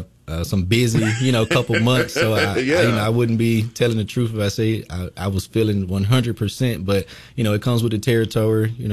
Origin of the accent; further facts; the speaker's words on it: Bessemer, Alabama, United States; I'm a lifelong resident of Bessemer. Been in Bessemer my whole life. So you know, I'm very proud to say I'm from Bessemer.